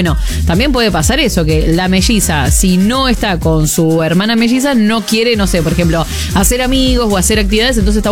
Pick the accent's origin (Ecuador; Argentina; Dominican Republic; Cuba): Argentina; Soldini, Santa Fe; soy gemela con mi hermana … Somos de Soldini.